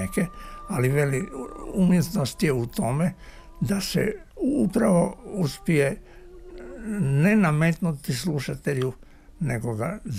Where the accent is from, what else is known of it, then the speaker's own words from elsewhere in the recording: Delnice, Primorje-Gorski Kotar County, Croatia; Ja sam rođen u Gorskom kotaru u Delnicama.